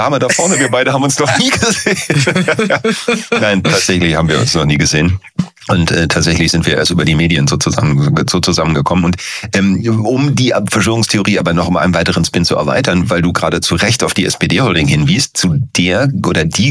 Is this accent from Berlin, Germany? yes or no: yes; Berlin, Germany; born or raised there